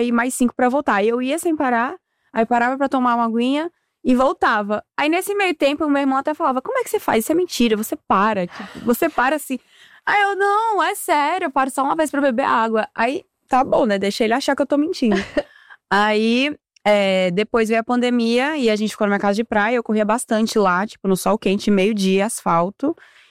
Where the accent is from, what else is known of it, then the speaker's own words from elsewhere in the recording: São Paulo, Brazil; born there; also born or lived in Recife; porque eu morava aqui em São Paulo. Eu nasci aqui em São Paulo. E aí, aqui em São Paulo, eu comecei na ginástica olímpica. Aí me mudei pra Recife, porque meus pais se mudaram por conta de trabalho.